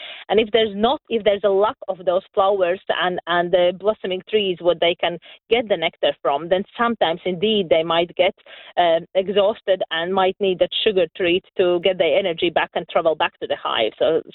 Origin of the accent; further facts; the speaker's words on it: Latvia; now in United Kingdom; I'm from Latvia, and my mom was a beekeeper. So I grew up with bees. And then when during pandemic, living here in UK